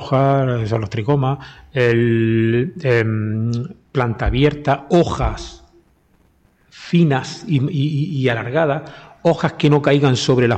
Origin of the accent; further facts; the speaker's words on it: Adra, Andalusia, Spain; El otro día me acerco allí por mi pueblo, yo soy de Adra